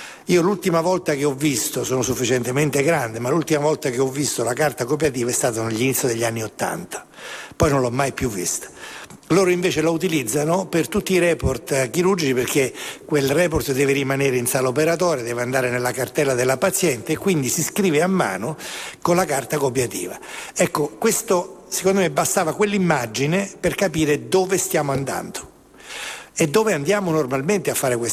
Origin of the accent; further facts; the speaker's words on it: Naples, Campania, Italy; io sono napoletano, quindi ho nel DNA l'arte di arrangiarmi